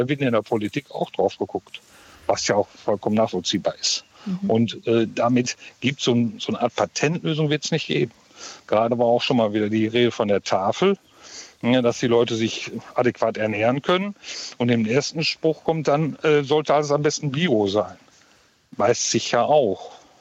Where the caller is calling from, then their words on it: North Rhine-Westphalia, Germany; Wir kommen jetzt hier aus dem Rande vom Ruhrgebiet.